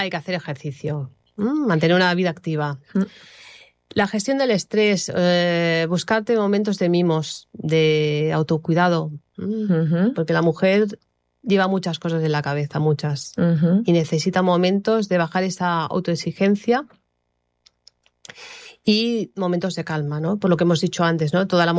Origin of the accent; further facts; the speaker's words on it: Ripollet, Catalonia, Spain; que soy de Ripollet